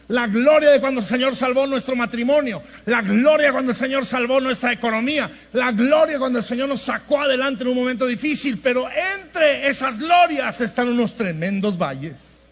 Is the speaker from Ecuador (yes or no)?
no; northern Mexico, Mexico